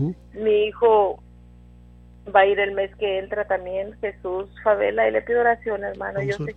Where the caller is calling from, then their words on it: Seminole, Texas, United States; De aquí, de Seminole, Texas.